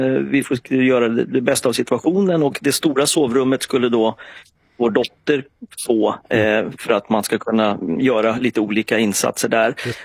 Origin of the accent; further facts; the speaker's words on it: Täby, Stockholm County, Sweden; also born or lived in Upplands Väsby; Vi hade bott i Täby tidigare, jag är uppväxt i Täby